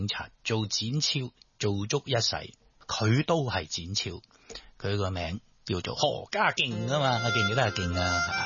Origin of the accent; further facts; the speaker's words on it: Hong Kong; 管治我哋香港，系为我哋香港人民服务